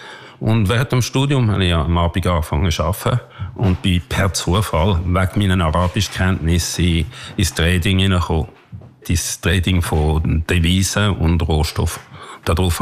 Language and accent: German; Herliberg, Zurich, Switzerland; also born or lived in Basel; Ich bin ein Zürcher Bürger mit einem Viertel Berner Blut und in Basel geboren. Also eine richtige Deutsch-Schweizer Mischung. Und aufgewachsen in Herliberg, tatsächlich an der Goldküste ab ganz oben.